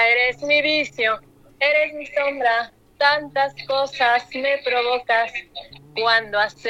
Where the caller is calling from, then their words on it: Puebla, Mexico; Poblana, poblana